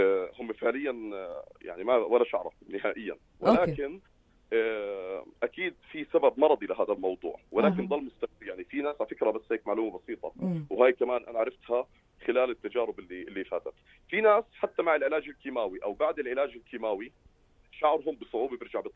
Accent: Aqaba, Aqaba Governorate, Jordan; now in Amman, Jordan; حتى عائلتي مقيمين بالعقبة بالمناسبة، وأنا ابن العقبة

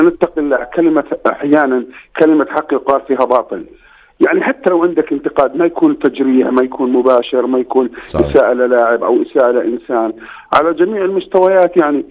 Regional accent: Jordan; موضوع الفيسبوك خاصة عندنا في الأردن أصبح مبالغ فيه جدا

